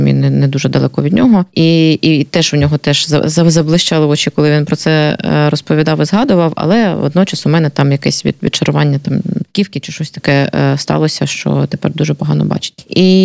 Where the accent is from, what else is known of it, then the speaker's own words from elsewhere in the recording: Luhansk Oblast, Ukraine; я з Донбасу, власне, з Луганщини, і у мене дуже багато подруг, друзів, власне, моїх земляків.